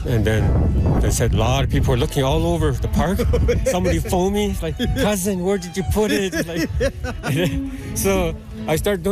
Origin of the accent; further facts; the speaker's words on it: Northwest Territories, Canada; people from my hometown, Bishokon